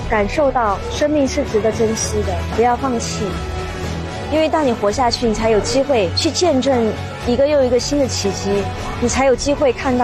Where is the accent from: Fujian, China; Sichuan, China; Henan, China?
Sichuan, China; Hanwang; 今年是512的18周年了，我抱着我的第四个孩子又回到了我的家乡汉旺镇。我在这里长大，也在这里重生